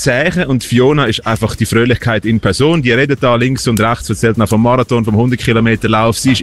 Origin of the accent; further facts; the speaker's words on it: Zurich, Switzerland; Das langen wir als Zürcher.